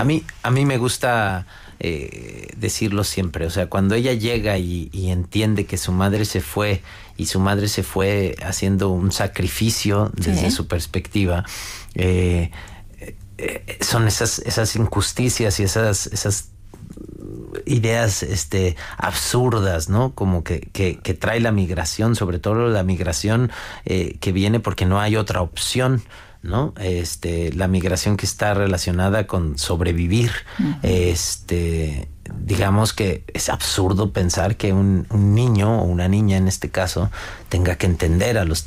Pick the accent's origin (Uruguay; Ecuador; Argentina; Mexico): Mexico; moved away; yo vengo de un país que donde han migrado millones.